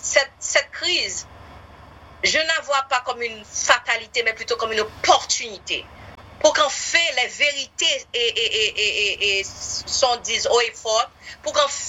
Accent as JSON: {"language": "French", "country": "Haiti", "moved": "yes", "lives_now": "United States", "said": "nous, les Haïtiens"}